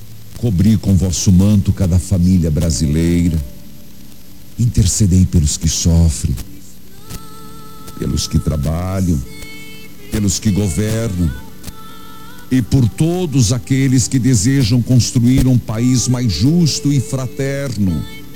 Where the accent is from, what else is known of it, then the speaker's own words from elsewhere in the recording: Paraná, Brazil; Sou paranaense com muito orgulho.